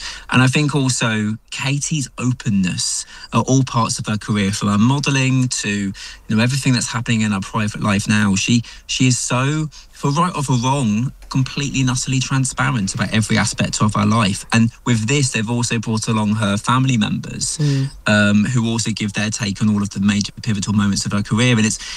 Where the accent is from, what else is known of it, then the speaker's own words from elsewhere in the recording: Scotland, United Kingdom; this is my pronunciation despite being Scottish